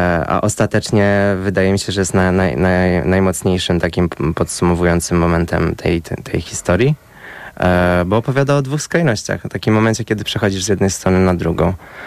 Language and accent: Polish; Kielce, Świętokrzyskie Voivodeship, Poland; moved away; Może w Kielcach. Może będzie reunion z moim rodzinnym miastem.